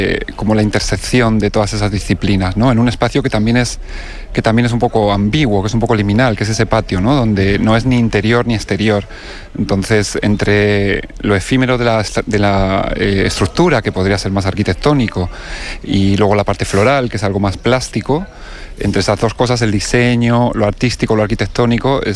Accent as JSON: {"language": "Spanish", "region": "Castilla-La Mancha", "country": "Spain", "said": "Yo soy manchego, siempre, bueno, pues de pequeño he vivido en una casa con patio"}